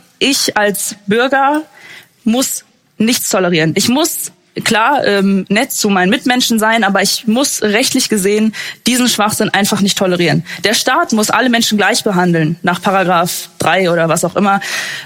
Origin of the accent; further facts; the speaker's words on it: Germany; Aber wenn ich als Deutsche mit sogar Migrationshintergrund sagen möchte, ich möchte mal in Deutschland fahren hinhängen, dann ist das natürlich verboten.